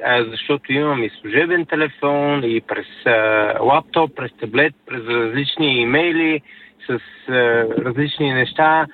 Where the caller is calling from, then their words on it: London, United Kingdom; съм от Лондон.